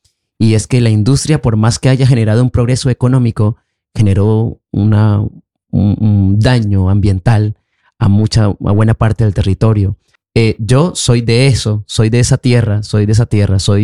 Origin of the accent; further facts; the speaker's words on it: Barrancabermeja, Santander, Colombia; born there; mi familia es muy campesina, justamente de la ribera del río Magdalena. Yo nací en Barranca Bermeja, Santander, de toda una familia caribe.